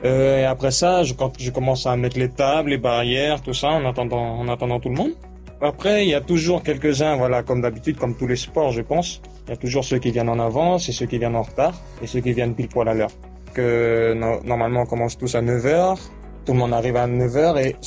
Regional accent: Shefa, Vanuatu; je suis originaire des Fatés, principalement du village des Raccords. J'ai 22 ans.

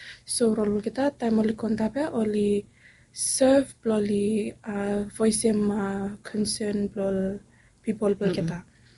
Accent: Ambrym Island, Malampa, Vanuatu; I am 19 years. I come out of Ireland from Ambrem.

